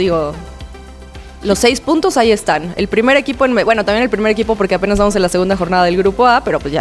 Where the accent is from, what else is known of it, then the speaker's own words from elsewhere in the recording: Mexico; pero la verdad es que como mexicanos nadie nos gana en los festejos, nadie nos gana en armar la fiesta.